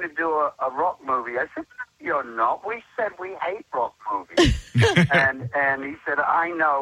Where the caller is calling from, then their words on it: Nashville, Tennessee, United States; No, I live in Nashville, so...